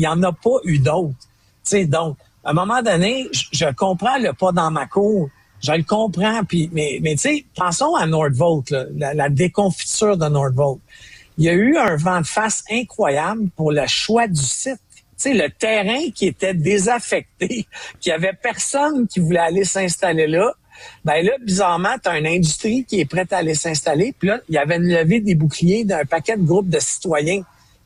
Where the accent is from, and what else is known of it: Quebec, Canada